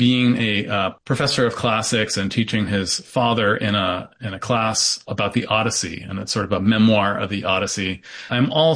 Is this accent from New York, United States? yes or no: yes; Syracuse, New York, United States; I'm not from rural New York. I'm from Syracuse, which is a reasonable sized city. But like a lot of the Rust Belt, it's been down on its luck for a long time.